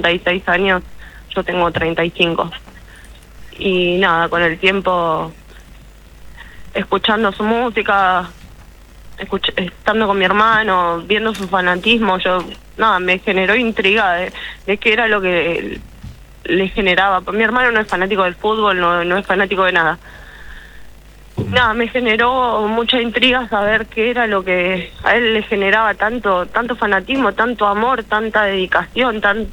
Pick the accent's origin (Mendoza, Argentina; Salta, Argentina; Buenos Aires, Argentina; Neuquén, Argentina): Buenos Aires, Argentina; Udaondo; Sí, nosotros somos de acá, de Udaondo también.